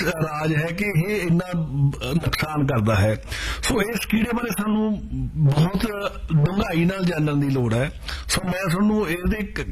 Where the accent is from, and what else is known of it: Punjab, India